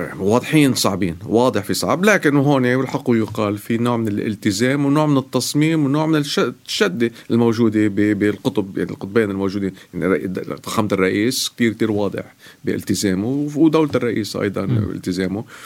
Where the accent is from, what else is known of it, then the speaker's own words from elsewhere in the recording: Lebanon; كلبنانيين